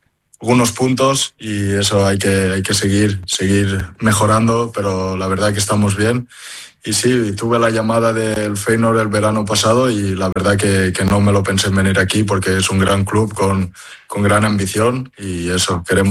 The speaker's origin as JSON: {"language": "Spanish", "region": "Valencian Community", "country": "Spain", "said": "A mí, yo como soy valenciano, me gusta el Valencia."}